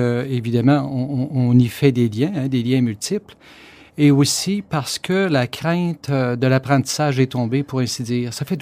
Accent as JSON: {"language": "French", "town": "Saint-Damien", "region": "Quebec", "country": "Canada", "tie": "born or raised there", "said": "Donc, je suis natif de Saint-Damien, de parents qui n'étaient pas fortunés."}